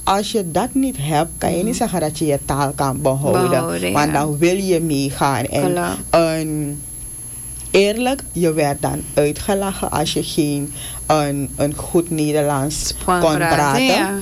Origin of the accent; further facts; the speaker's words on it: Paramaribo, Suriname; born there; wij zijn in Paramaribo geboren. Mm-hmm. En mijn moeder praat geen Nederlands.